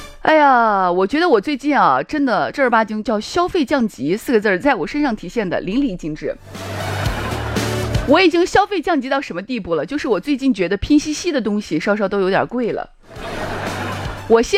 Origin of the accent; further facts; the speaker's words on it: China; 我们中国人